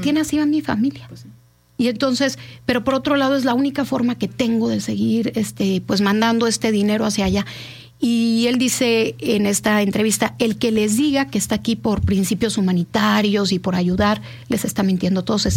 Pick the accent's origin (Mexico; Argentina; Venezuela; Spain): Mexico; Que eso nos tiende a suceder a los mexicanos cuando pensamos en países quizá como China o como Cuba